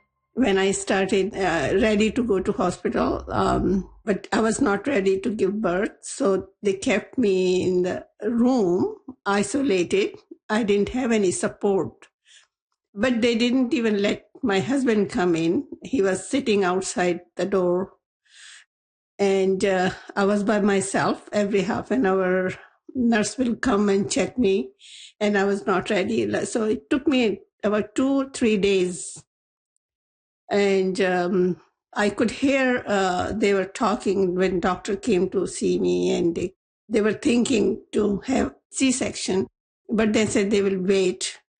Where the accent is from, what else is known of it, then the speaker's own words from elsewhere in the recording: Pakistan; moved away as an adult; now in Vancouver, Canada; I came from Pakistan, and back home, when I see it, it was completely different.